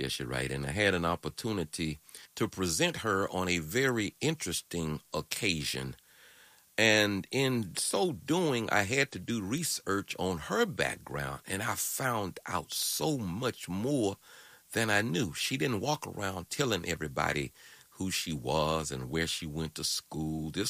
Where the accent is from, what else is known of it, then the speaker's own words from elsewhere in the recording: Prairie View, Texas, United States; when I was growing up in Prairie View, Texas.